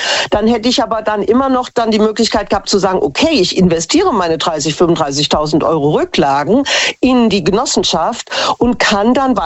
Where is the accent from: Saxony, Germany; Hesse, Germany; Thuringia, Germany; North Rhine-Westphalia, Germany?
Hesse, Germany